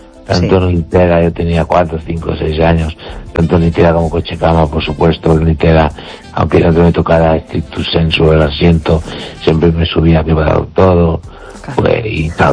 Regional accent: Galicia, Spain; Y mi pueblo está a unos 9 kilómetros 8 de Fe de Los Peares.

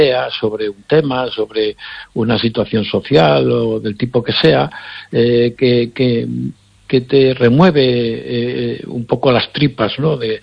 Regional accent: Galicia, Spain; yo, como todos los gallegos, pues hemos tenido la suerte de que nuestros antepasados, en mi caso mi abuela, en la Lareira, en Ans, en Carral, pues en los veranos nos contaba historias

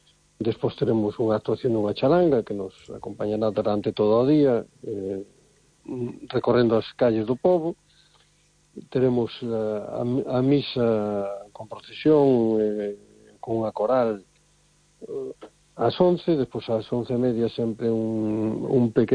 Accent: Galicia, Spain

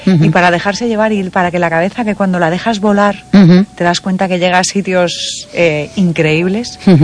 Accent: Cádiz, Andalusia, Spain; now in Vigo, Spain; yo soy de Cádiz, y Cádiz y Vigo tienen muchas cosas en común, mucho más de lo que la gente piensa. Son ciudades atlánticas, son ciudades de puerto, son ciudades con cierto misterio, son ciudades en las que hay una comunicación entre la gente muy especial.

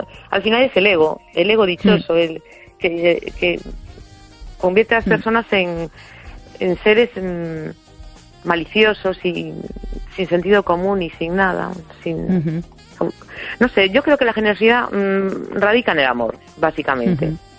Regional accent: A Coruña, Galicia, Spain

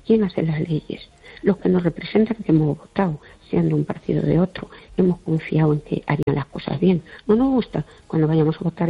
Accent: Spain; tengo derecho, soy española.

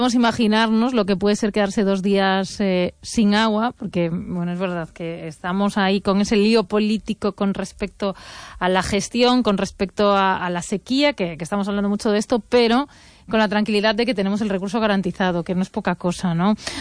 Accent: Pontevedra, Galicia, Spain; Fíjate, yo como soy de Pontevedra, sí que tengo más familiarizado lo de llevarle huevos a Santa Clara para que no llueva.

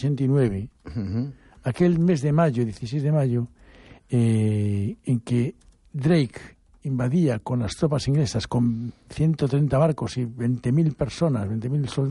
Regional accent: A Coruña, Galicia, Spain; como buen coruñés, o al menos como coruñés

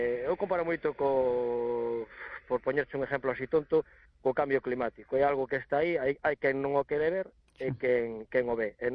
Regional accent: Redondela, Galicia, Spain; Eu son de Redondela, saímos hacia a mellora, hacia Porto Novo, Grove, saímos por zonas cercanas.

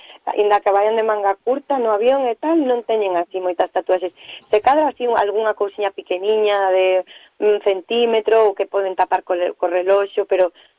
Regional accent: Galicia, Spain; Sabe comer, pero sí, pero comer, comer como boa galega dáseme bastante ben.

